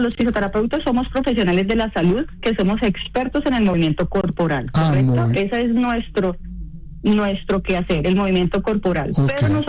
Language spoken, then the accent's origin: Spanish; Cali, Valle del Cauca, Colombia; soy de Cali.